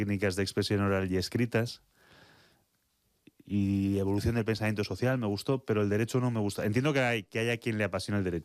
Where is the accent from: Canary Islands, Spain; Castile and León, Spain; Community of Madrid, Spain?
Community of Madrid, Spain; Madrid; Soy de Madrid de toda mi vida, sí. Lo que pasa es que mi padre era de Baños de la Encina, provincia de Jaén, y mi madre es, felizmente, de Jerez de la Frontera, provincia de Cádiz.